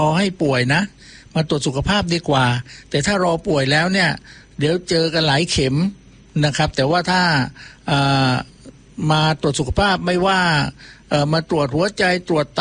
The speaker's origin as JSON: {"language": "Thai", "town": "Ko Samui", "region": "Surat Thani", "country": "Thailand", "said": "บ้านผมเป็นคนเกาะสมุยนะครับอยู่บ้านเดียวกับพี่ทนนี่แหละแต่อยู่ฝั่งเกาะนะพี่ทนก็อยู่ฝั่งทิศตะวันตกนะครับดูพระอาทิตย์ตกดินแต่ผมก็อยู่ฝั่งเฉวงดูพระอาทิตย์ขึ้นจากทะเล"}